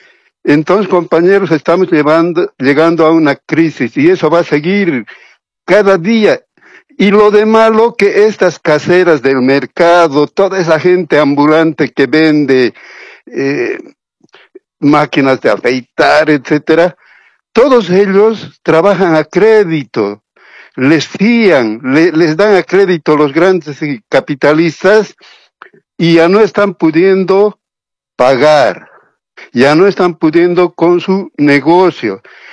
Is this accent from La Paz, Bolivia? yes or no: no; Oruro, Bolivia; en Oruro, de donde soy yo